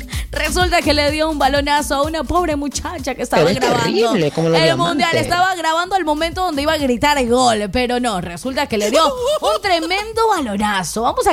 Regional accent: Ecuador; Los ecuatorianos podemos estar muy enojados y todos, pero bueno, somos ecuatorianos

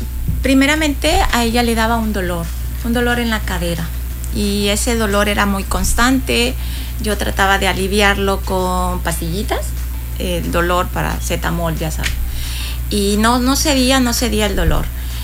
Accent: Honduras; moved away as an adult; now in Cancún, Mexico; Cuando yo estaba en Honduras con un grupo de amigas

